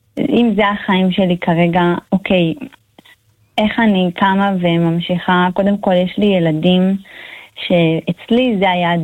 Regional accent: Ofakim, Southern District, Israel; אנחנו מאופקים

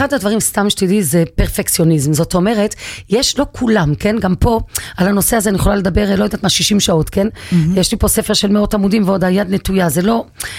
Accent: Jerusalem, Jerusalem District, Israel; אני והצפון, מה, מה, אני מירושלים

